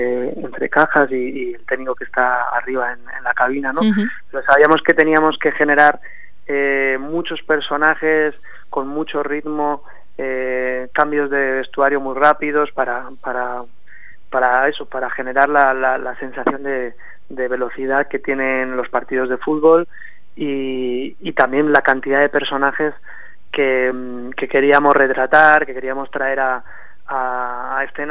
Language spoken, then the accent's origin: Spanish; Logroño, La Rioja, Spain; Pero bueno, yo soy de Logroño, o sea que imagínate, no tengo mucho más que añadir.